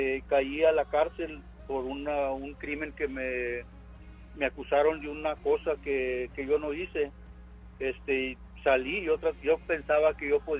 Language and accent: English; Texas, United States; I even had a car club there in Rio Grande, because I'm originally from Rio Grande.